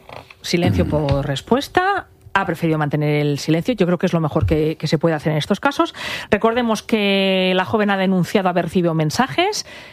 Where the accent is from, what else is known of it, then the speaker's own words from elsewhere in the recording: Balearic Islands, Spain; me voy a coger unos días que me voy a mi tierra, que tengo muchas ganas de irme. Me voy a Mallorca, que todavía hace muy buen tiempo